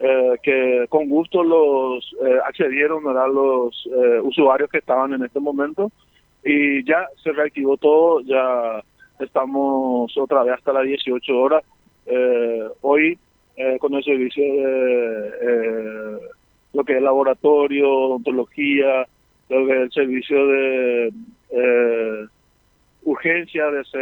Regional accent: Paraguay; como paraguayo, como católico también

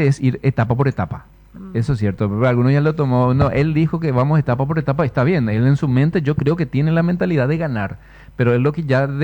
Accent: Paraguay; Es como que más representa ahora nuestro país, o nuestra cultura, o nuestra nacionalidad, o nuestro amor a la patria

